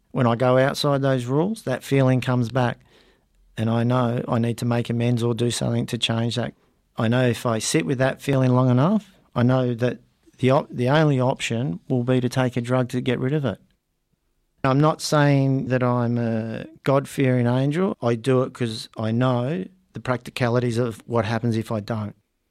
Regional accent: Australia; As a male growing up in Australia

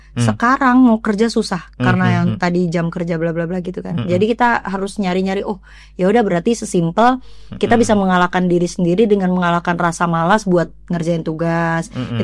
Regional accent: Indonesia; moved away as an adult; now in Australia

